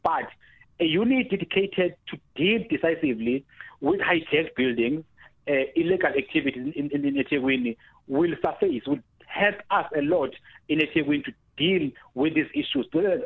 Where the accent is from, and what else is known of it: South Africa